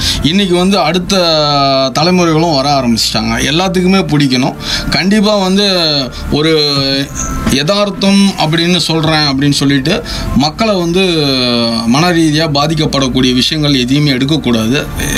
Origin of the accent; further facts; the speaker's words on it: Salem, Tamil Nadu, India; என்னோட ஊர் வந்து சின்ன கொல்லப்பட்டி, அடிவாரம் ஏற்காடு செல்லும் வழியில் நான் பிறந்து வளர்ந்தேன். இப்போ நான் இருக்கிறது பார்த்திங்கன்னா திருநகர் மத்திய சிறைச்சாலை இருக்கு இல்லைங்களா, அதுக்கு எதிர்ப்புறம் உள்ள ஒரு வீதியில் ஒரு 17 வருடங்களாக வசித்து வருகிறேன்.